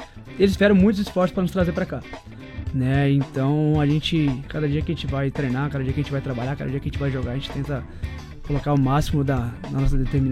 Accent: São Bernardo do Campo, São Paulo, Brazil; moved away as an adult; also born or lived in Italy; Eu sou paulista de São Bernardo do Campo, né? Desde os 6 anos de idade. E joguei minha base inteira no estado de São Paulo. E quando eu fiz 18 anos, eu tive a oportunidade de ir pra Itália

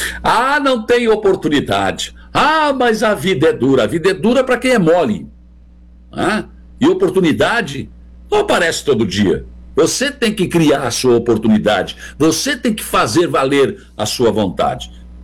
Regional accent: São José do Rio Preto, São Paulo, Brazil; now in Florianópolis, Brazil; eu passei na faculdade para Florianópolis, mas eu sou de São Paulo, de Rio Preto, né?

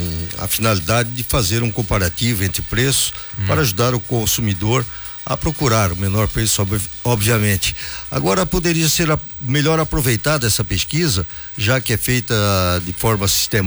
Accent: Minas Gerais, Brazil; born there; Sou mineiro de nascimento. Mineiro.

